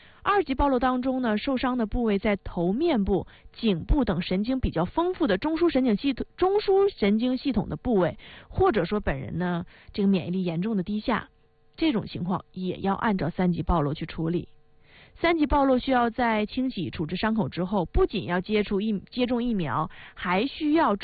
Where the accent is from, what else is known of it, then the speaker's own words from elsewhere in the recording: Northeast China, China; accent: Northeastern dialect; 就是我们东北话说的它沙挺